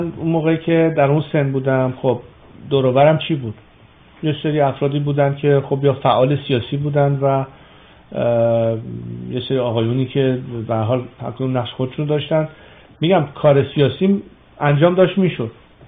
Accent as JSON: {"language": "Persian", "country": "Iran"}